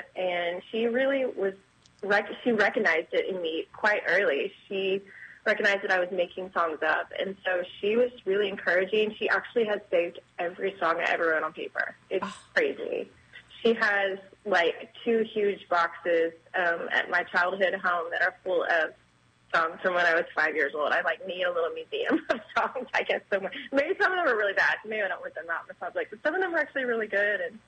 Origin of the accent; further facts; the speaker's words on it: Texas, United States; now in Nashville, United States; he grew up in Illinois and I grew up in Texas.